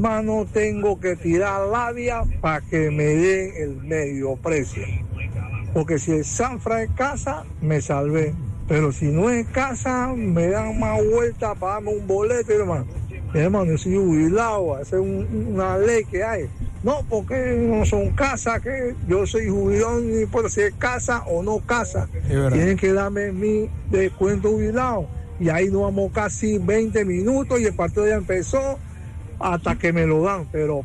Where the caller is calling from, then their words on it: La Chorrera, Panamá Oeste, Panama; yo soy acá de Chorrera. Me voy a Mosquita y yo soy jubilado.